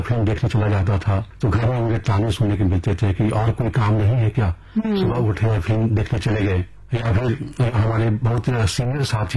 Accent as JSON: {"language": "Hindi", "region": "Bihar", "country": "India", "tie": "born there"}